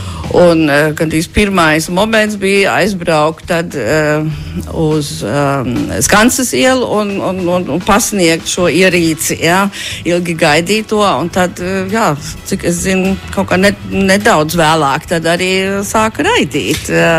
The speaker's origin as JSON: {"language": "Latvian", "country": "Germany", "also_born_or_lived": "Münster, Germany", "second_language": "Latvian", "moved": "as an adult", "lives_now": "Latvia", "said": "var teikt tā, ka daļai pārlatviskojos, bet tikai daļai, jo es sev uzskatu gan kā latvieta, gan kā vācieta. Es esmu hibrīds tādā ziņā, bet pārliecinātu."}